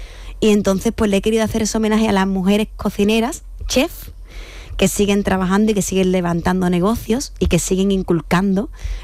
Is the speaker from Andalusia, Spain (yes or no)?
yes; Jerez de la Frontera, Andalusia, Spain; soy de aquí, de Cádiz, ¿sabes? De Jerez de la Frontera. Y en Cádiz, en Jerez de la Frontera, se dice entrenadora, no se dice coach